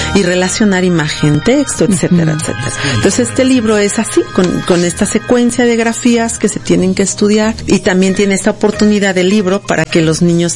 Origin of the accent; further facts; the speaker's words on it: Jocotepec, Jalisco, Mexico; Y ya, pues es ahí donde, en Jocotepec lo acabo de presentar también, que es mi municipio, que es mi tierra.